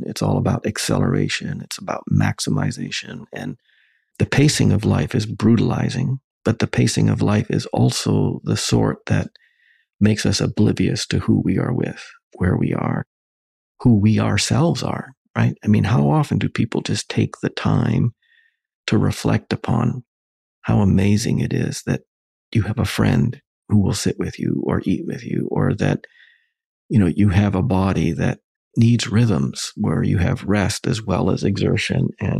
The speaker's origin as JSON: {"language": "English", "region": "Western Canada", "country": "Canada", "tie": "born or raised there", "said": "I'll bring it back to my grandfather again, because I grew up with him in Western Canada, and obviously he was an immigrant."}